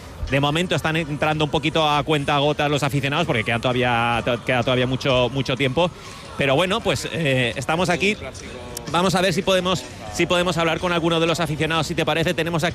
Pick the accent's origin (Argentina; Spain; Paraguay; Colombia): Spain; No, yo soy de España.